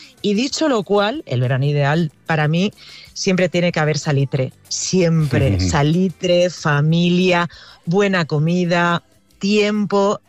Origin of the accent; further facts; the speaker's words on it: La Vall d'Uixó, Valencian Community, Spain; Yo soy de Baiduxó, que es un pueblo que está rodeado de montañas y que tiene el mar muy, muy, muy, muy cerquita.